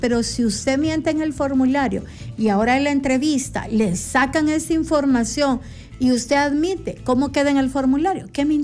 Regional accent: El Salvador; Los salvadoreños tenemos derecho a múltiples residencias, no ciudadanía.

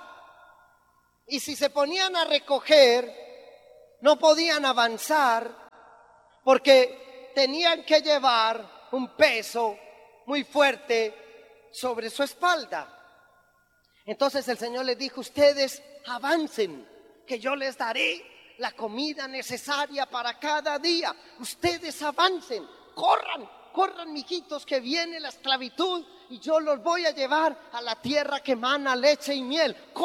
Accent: Antioquia, Colombia; porque los antioqueños somos tan angurriosos.

